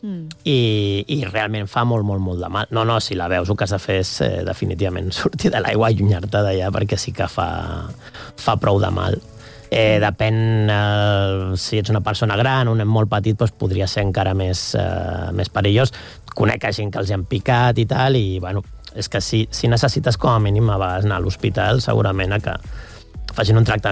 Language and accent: Catalan; Catalonia, Spain; Bé, jo que sóc del Maresme, es feien, quan antigament el cram estava allà